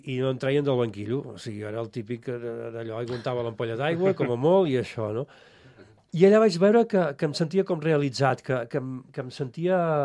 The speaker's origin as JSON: {"language": "Catalan", "region": "Catalonia", "country": "Spain", "said": "jo soc d'Osona"}